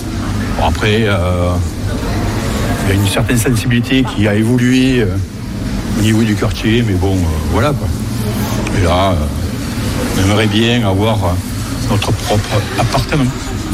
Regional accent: Montauban, Occitanie, France; born there; j'adore ma ville. Je suis né à Montauban.

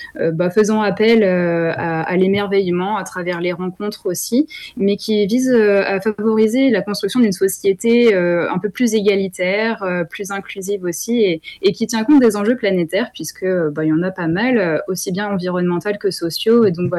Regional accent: Île-de-France, France; moved away as an adult; now in Toulouse, France; Pas du tout, comme mon accent le l'indique. Non, je suis de région parisienne et je suis descendue à Toulouse il y a 5 ans.

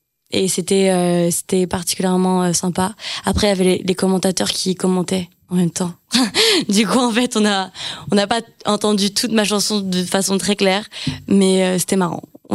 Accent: Champigny-sur-Marne, Île-de-France, France; Je suis originaire du 9-4, par contre. Je viens de Champigny-sur-Marne. Donc, c'est une autre banlieue de Paris.

